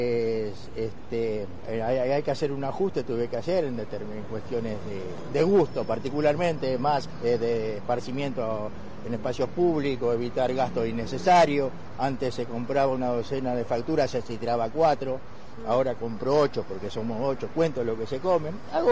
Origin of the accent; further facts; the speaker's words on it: Palermo, Buenos Aires, Argentina; Soy encargado de edificio y soy de acá de Palermo.